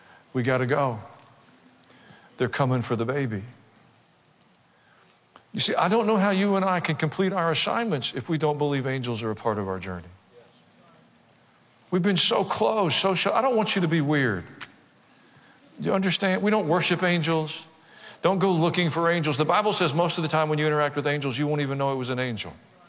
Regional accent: the South, United States; born or raised there

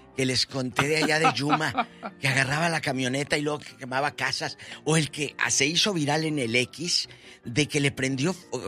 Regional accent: northern Mexico, Mexico; los norteños que hacemos nosotros

